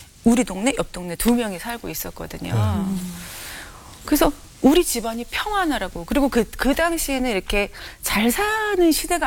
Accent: Ganghwa, Incheon, South Korea; 저는 강화에서 태어났어요.

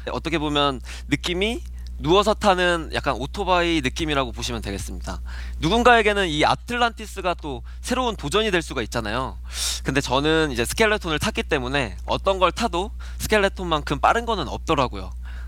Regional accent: Gwangyang, South Jeolla, South Korea; 눈도 잘안 내리는 전라남도 광양이 제 고향이거든요.

